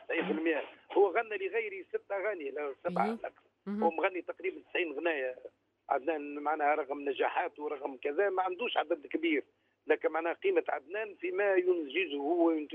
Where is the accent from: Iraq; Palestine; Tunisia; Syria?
Tunisia; southern Tunisia; accent: southern Tunisian dialect; لهجتنا متاع الجنوب